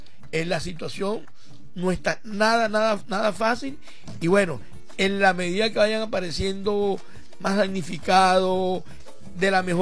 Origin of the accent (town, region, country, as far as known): Venezuela